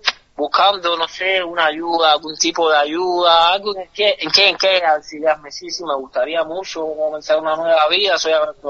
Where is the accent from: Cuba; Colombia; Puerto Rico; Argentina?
Cuba